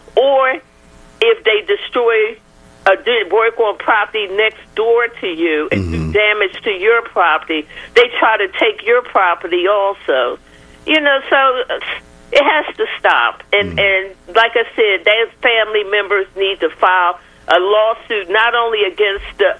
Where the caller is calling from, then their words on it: Philadelphia, Pennsylvania, United States; I'm from North Philadelphia too.